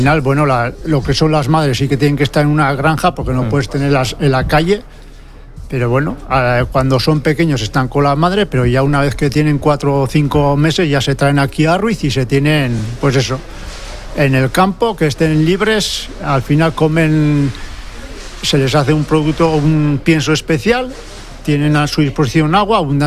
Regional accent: Errazkin/Larraun valley, Navarre, Spain; soy de aquí, soy de un pueblo de Alau, de Charri-Larraun, aunque actualmente vivo en Lecumberri, desde que me casé hace ya 25 años que hago este año, pero bueno, soy de aquí, del mismo valle, y he vivido toda la vida en este valle

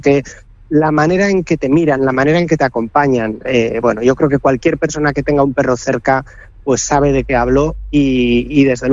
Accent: San Sebastián, Basque Country, Spain; yo soy de Donosti

